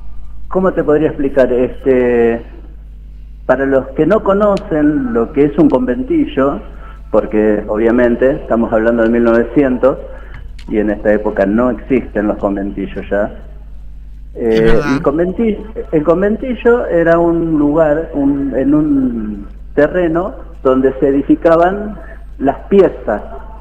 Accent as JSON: {"language": "Spanish", "town": "General Rodríguez", "region": "Buenos Aires Province", "country": "Argentina", "said": "Yo solo soy de Rodríguez"}